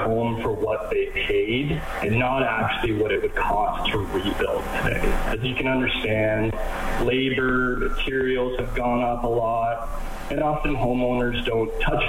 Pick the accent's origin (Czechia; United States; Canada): Canada; Red Deer, Alberta; born or raised there